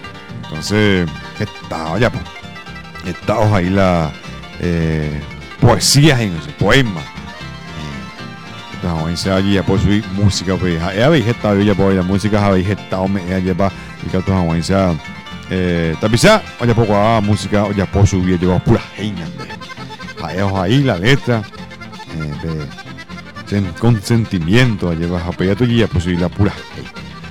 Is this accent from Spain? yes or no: no; Paraguay; con orgullo que ya soy paraguayo.